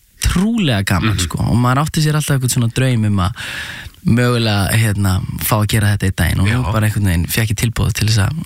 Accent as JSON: {"language": "Icelandic", "town": "Reykjavík", "region": "Capital Region", "country": "Iceland", "tie": "born or raised there", "said": "ég ólst upp í hérna í Árbænum, fyrst í Norlingaholtinu og svo í Ártúninu var í Árbæðaskóla"}